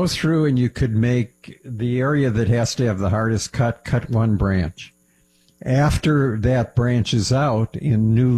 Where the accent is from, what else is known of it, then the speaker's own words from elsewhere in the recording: Michigan, United States; now in California, United States; But I'm from Michigan.